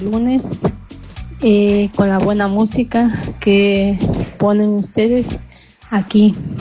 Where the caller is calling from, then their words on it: Madrid, Community of Madrid, Spain; Un saludo desde Madrid, España.